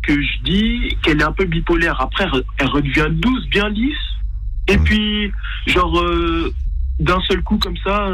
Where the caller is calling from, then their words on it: Haiti; moi, je suis haïtien.